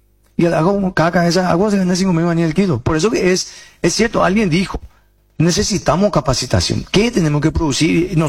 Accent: Paraguay; nosotros somos más paraguayos que la mandioca

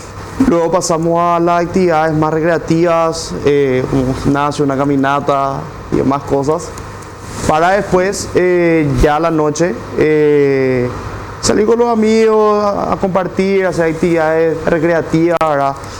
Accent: Lambaré, Central, Paraguay; soy un joven emprendedor de la ciudad de Lambaré, soy joven, soy profesional, tengo 24 años.

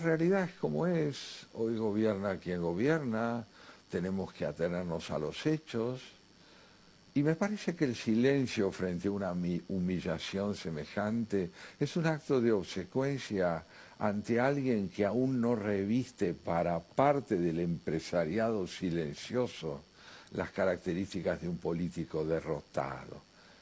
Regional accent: Argentina

